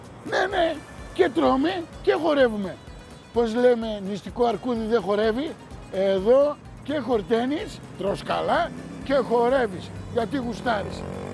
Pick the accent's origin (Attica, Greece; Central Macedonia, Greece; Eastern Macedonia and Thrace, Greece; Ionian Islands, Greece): Central Macedonia, Greece; Thessaloniki; moved away; ήρθα στην πόλη μου. Ήρθα στη Θεσσαλονίκη. Και συγκεκριμένα βρίσκομαι αυτή τη στιγμή στο λιμάνι.